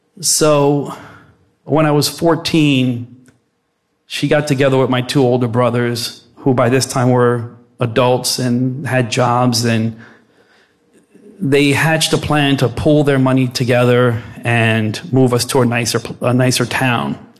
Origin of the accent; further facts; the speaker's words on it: Plainfield, United States; growing up in Plainfield wasn't easy from the very beginning.